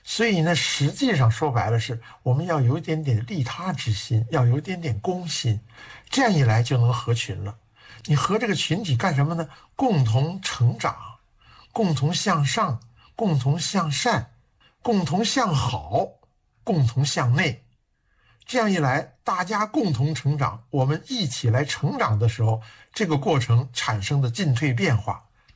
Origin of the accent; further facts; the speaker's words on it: China; 我们在中国其实也一样啊。你说我离开了家乡。